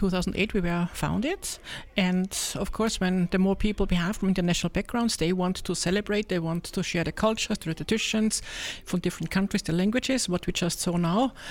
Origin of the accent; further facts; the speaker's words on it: Austria; moved away as an adult; also born or lived in Indonesia; So I'm from Austria. I'm a mom of 4 adults. I'm a grandma of 8. I lived in Indonesia for 5 years with my husband.